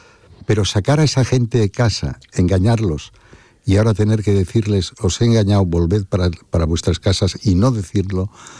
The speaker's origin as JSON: {"language": "Spanish", "town": "Barcelona", "region": "Catalonia", "country": "Spain", "also_born_or_lived": "Madrid / Paris / Venice", "moved": "yes", "said": "No, porque yo me fui de Barcelona hace muchos años, en el 83 me vine a Madrid, después ya me fui a vivir a París, después estuve viviendo en Venecia cuando dirigí la Bienal"}